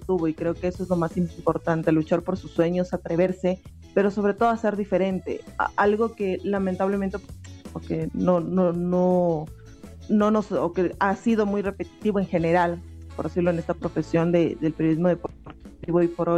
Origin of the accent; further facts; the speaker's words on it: Quito, Pichincha, Ecuador; born there; nosotros estábamos al lado de la Atahualpa. Yo soy ex estudiante del colegio 24 de mayo.